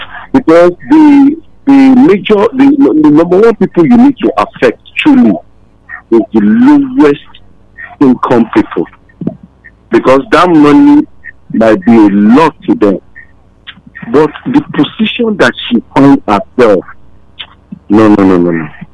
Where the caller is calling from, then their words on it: Lagos, Nigeria; from Ojota.